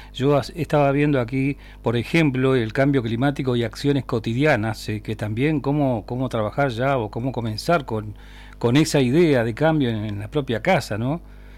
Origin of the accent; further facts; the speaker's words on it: Río Gallegos, Santa Cruz, Argentina; yo soy de Gallegos, nacido y criado, y con algo más de 60 años